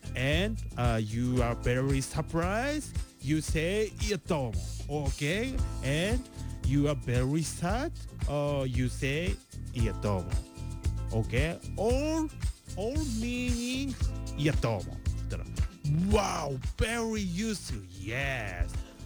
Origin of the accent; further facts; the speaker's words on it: Ibaraki, Japan; accent: Ibaraki dialect; I'm from Japan. 茨城。So, 茨城 prefecture.